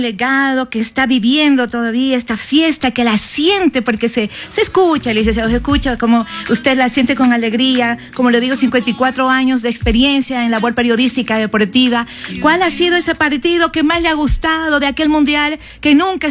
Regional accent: Ecuador; somos ecuatorianos

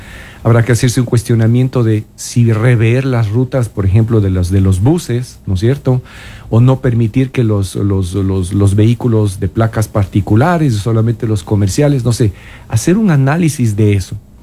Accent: Otavalo, Imbabura, Ecuador; yo soy de Otavalo

